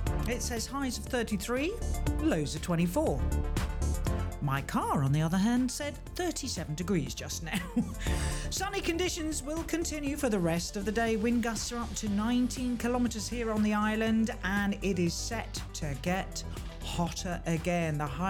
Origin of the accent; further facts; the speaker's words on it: Windsor, South East England, United Kingdom; Over to the outskirts of London, that's Windsor, my hometown.